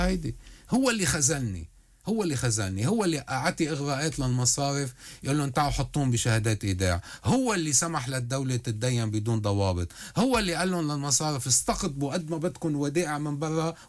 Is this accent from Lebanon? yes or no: yes; Lebanon